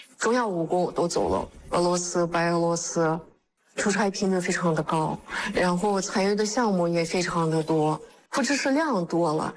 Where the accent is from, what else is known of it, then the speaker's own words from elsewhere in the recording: Kyrgyzstan; Chinese is a second language; moved away as an adult; now in Xinjiang, China; 我是在吉尔吉斯坦出生长大的